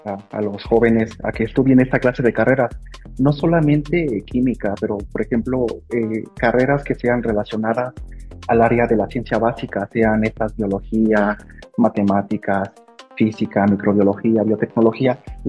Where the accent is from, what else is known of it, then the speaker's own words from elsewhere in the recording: Tenango de Doria, Hidalgo, Mexico; yo soy originario del municipio de Tenango de Doria, soy vecino de la localidad de El Damo. Mis padres, mi mamá es originaria del municipio de San Bartolo, es de la localidad de Santa Cruz, y mi padre es originario del estado de Guerrero.